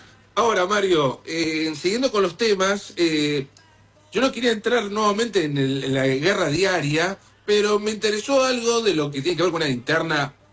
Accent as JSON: {"language": "Spanish", "town": "Mar del Plata", "region": "Buenos Aires Province", "country": "Argentina", "said": "Pero digo, yo soy de Mar del Plata, como ustedes saben, sí."}